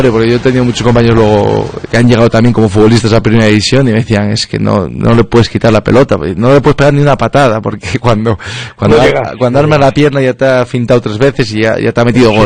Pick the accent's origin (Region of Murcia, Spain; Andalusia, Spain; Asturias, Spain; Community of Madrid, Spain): Asturias, Spain; te vas a mi tierra